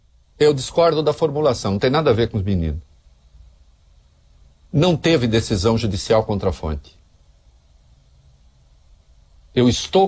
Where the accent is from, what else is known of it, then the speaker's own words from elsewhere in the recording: Rio de Janeiro, Brazil; Não, eu sou carioca, não posso votar.